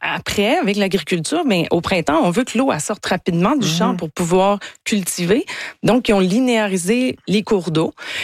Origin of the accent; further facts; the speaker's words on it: Quebec, Canada; Puis, en passant, j'ai grandi en Gaspésie, moi.